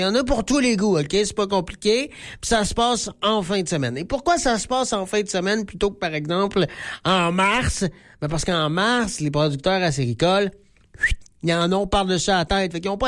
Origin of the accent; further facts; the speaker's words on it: Quebec, Canada; en tant que Québécois